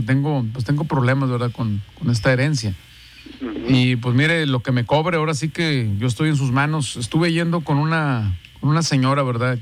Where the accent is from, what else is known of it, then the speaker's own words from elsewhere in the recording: Linares, Nuevo León, Mexico; now in Guadalupe, Mexico; Nosotros somos de Linares, señor.